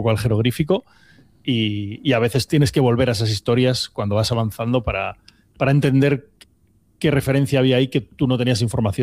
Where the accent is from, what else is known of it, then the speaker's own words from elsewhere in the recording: Asturias, Spain; todos los que somos de Asturias, como digo, y tenemos un pueblo o hemos tenido un pueblo al que acudir.